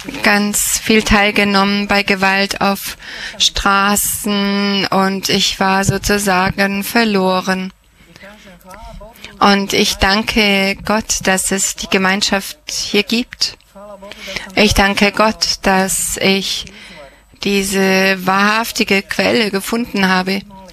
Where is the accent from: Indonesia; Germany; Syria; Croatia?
Croatia; ich bin Kroate und bin 23 Jahre alt.